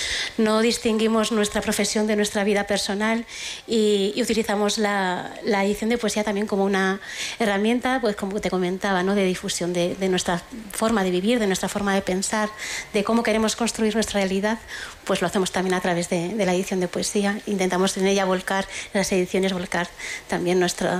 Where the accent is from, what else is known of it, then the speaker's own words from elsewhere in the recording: Soria, Castile and León, Spain; now in Madrid, Spain; venimos de Madrid, pero jugamos en casa porque somos sorianas, y la verdad es que estar en Soria siempre es estar en casa.